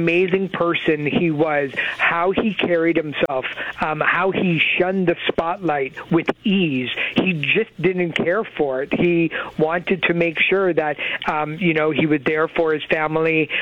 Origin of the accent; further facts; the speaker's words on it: Canada; Yeah, and of course, being Canadian, we have to start arguing about whether or not if there's enough Canadian content on there.